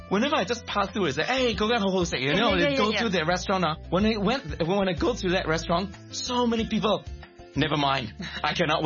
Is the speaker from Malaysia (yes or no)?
yes; Malaysia; Yeah, because as a Malaysian, we tend to speak different languages.